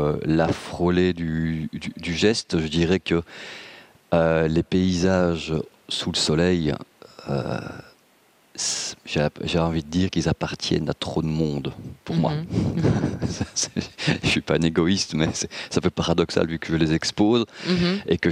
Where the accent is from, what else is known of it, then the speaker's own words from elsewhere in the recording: Wallonia, Belgium; enfin, je suis belge, wallon, barvotois